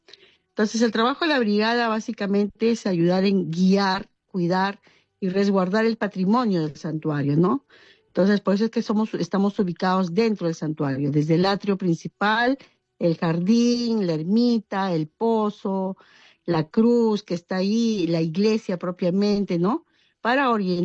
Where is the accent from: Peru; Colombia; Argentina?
Peru; porque justo como buenos peruanos, el día 30 queremos venir a echar la cartita al pozo